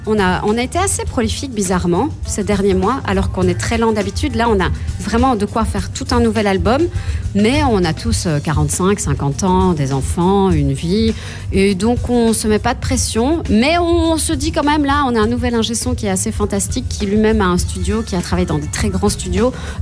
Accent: Saint-Léger, Wallonia, Belgium; On joue dans mon fief, de là où je suis originaire, en Gaume, le 2 octobre. Ouais, 2 octobre à Saint-Léger. C'est vraiment mon patelin de naissance.

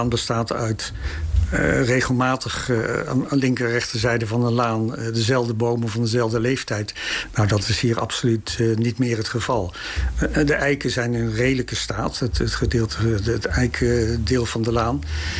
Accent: Overijssel, Netherlands; ik kom niet uit Vollenhoven, ik kom uit Belschutsloot.

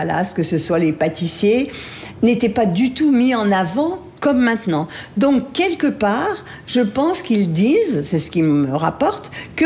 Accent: Auvergne-Rhône-Alpes, France; je suis savoyarde

